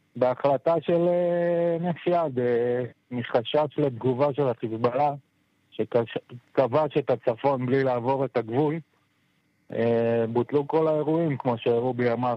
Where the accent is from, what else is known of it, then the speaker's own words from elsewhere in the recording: Manara, Northern District, Israel; אני 45 שנה גר, נולדתי בקיבוץ מנרה.